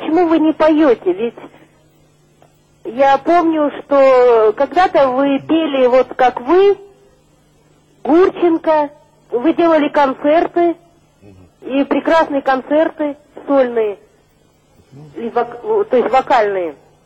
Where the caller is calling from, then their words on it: Bishkek, Kyrgyzstan; Мы звоним с Бишкека.